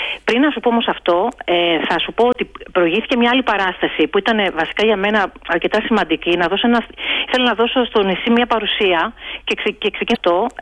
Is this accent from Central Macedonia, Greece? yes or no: no; Athens, Attica, Greece; also born or lived in Chios / Netherlands; now in Donousa, Greece; Είμαι από την Αθήνα, αλλά κατάγομαι από Κέρκυρα. Έχω ζήσει κάποια χρόνια στην περιφέρεια, 2 χρόνια στη Χίο και πολλά χρόνια στο εξωτερικό.